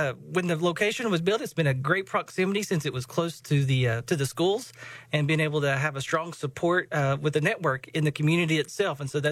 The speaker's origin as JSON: {"language": "English", "area": "Sullivan County", "region": "Tennessee", "country": "United States", "tie": "born or raised there", "moved": "as an adult", "said": "I grew up here in Northeast Tennessee, in Sullivan County, Carter County area, and had a great chance to be able to meet a lot of people and have friends and family in the area."}